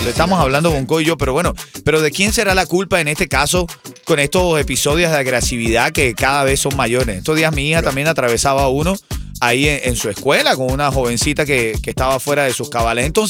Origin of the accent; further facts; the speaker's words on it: Venezuela; Sigue la dictadura en mi país, hombre.